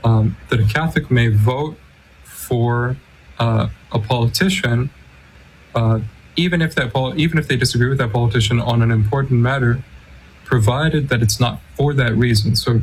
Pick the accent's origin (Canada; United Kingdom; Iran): Canada; now in United States; I'm a Canadian, but I've been giving thanks to God with all of you Americans in this 250th year of your tax revolt.